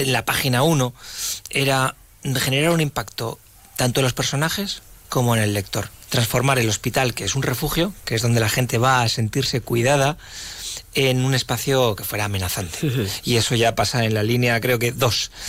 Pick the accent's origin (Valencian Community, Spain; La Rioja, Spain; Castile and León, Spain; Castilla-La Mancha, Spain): La Rioja, Spain; Alcanadre; me hace mucha ilusión estar en mi pueblo.